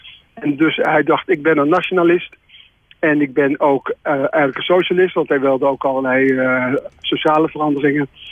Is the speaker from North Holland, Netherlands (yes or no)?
yes; Haarlem, North Holland, Netherlands; Dus ik ben ook een geboren Haarlemmer, dus dat is niks om trots op te zijn.